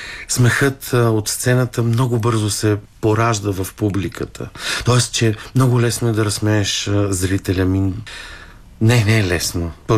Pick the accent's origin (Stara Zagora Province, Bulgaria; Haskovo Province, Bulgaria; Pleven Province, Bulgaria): Pleven Province, Bulgaria; Cherven Bryag; moved away; аз съм израсъл в Червен бряг, роден съм в Плевен, израсъл съм в Червен бряг